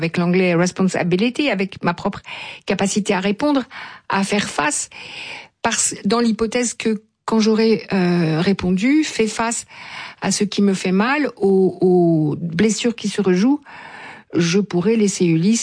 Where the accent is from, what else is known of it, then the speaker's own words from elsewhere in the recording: France; puisque je suis française et que c'est ici que je consulte